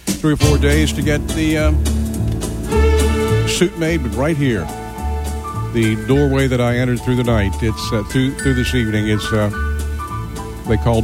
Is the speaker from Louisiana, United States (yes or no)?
yes; New Iberia, Louisiana, United States; I actually enjoy being here in New Iberia, my hometown. I just live. I can walk here in about 10 minutes.